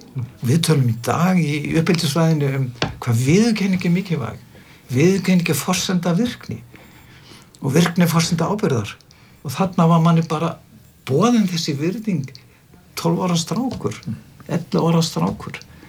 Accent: Stórgiljá, Northwestern Region, Iceland; ég var upp alinn svona hálfuleiti á Stórgiljá. Norður Húnaþingi

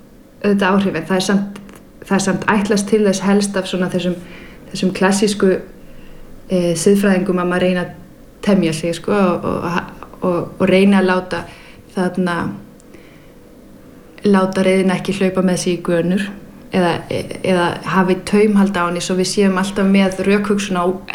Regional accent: Denmark; now in Iceland; nú er ég alinn upp í Danmörku og það er mjög sjaldan að þú verður fyrir reiði í opinberu rými

